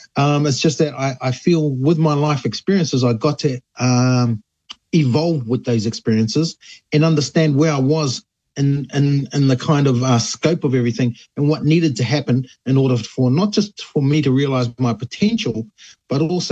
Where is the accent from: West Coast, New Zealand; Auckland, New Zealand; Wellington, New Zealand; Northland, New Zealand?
Auckland, New Zealand; born there; also born or lived in Matata / Whakatane; I grew up in Māngere, and it's at the time it was quite an unfortunate place to grow up